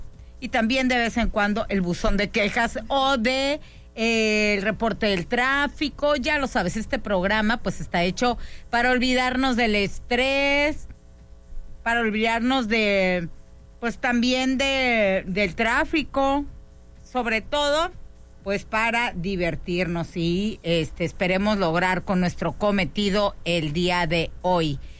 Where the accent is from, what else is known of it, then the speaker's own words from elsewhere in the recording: Mexicali, Baja California, Mexico; pero pues soy de Mexicali, vivo muy a gusto aquí, no tengo pensado irme a vivir a Alaska ni a ningún otro lugar.